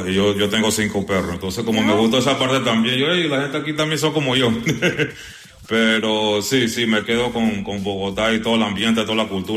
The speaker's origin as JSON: {"language": "Spanish", "country": "Panama", "said": "acá también, acá, aquí en mi país, en Panamá."}